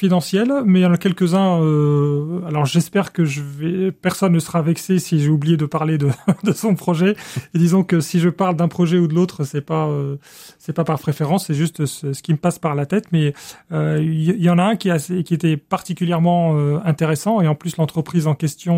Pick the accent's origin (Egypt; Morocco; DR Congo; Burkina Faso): Egypt; Cairo, Cairo Governorate; born or raised there; now in Limoges, France